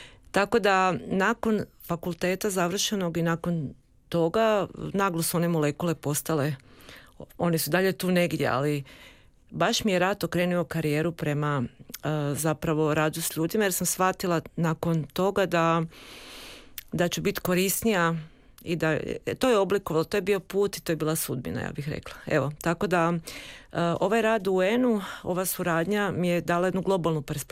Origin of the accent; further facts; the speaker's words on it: Osijek, Osijek-Baranja County, Croatia; now in Zagreb, Croatia; Bila sam najmlađi stipendist Instituta Ruđer Bošković. Došla sam iz Osijeka u Zagreb